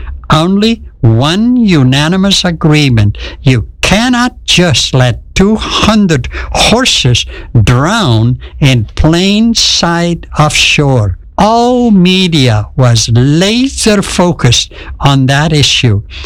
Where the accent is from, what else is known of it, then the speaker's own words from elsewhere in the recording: Marum, Groningen, Netherlands; near Marum, Friesland. That is the place where I grew up in World War II.